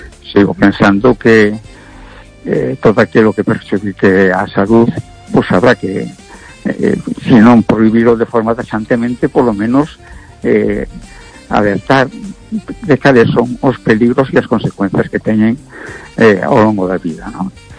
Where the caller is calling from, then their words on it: A Coruña, Galicia, Spain; de Coruña.